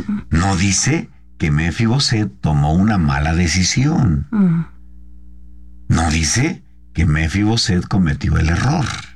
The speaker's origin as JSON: {"language": "Spanish", "region": "Mexico City", "country": "Mexico", "tie": "born or raised there", "also_born_or_lived": "Gómez Palacio, Durango", "said": "Cuando ese señor, nosotros somos de Gómez Palacio, Durango. Cuando este señor se junta con mi mamá, nos trae a la Ciudad de México."}